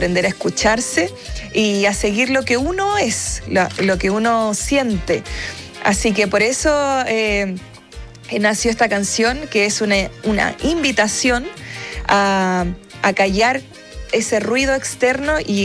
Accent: Chile; para mí ha sido una evolución como artista, como compositora chilena

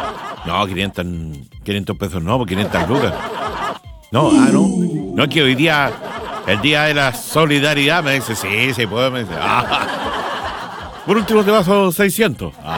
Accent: Padre Hurtado, Santiago Metropolitan, Chile; ¿Somos o no somos solidarios los chilenos?

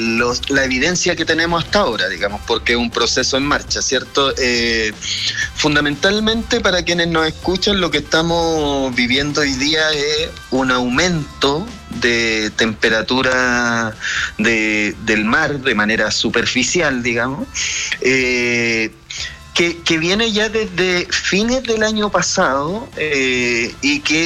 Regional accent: Talcahuano, Biobío, Chile; Yo soy particularmente de Talcahuano, conozco la historia muy bien.

